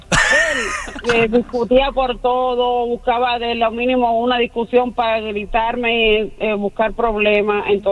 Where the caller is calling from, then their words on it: Cuba; yo soy cubana.